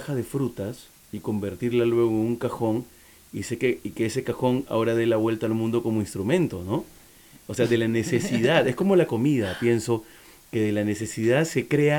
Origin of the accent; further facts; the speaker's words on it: Peru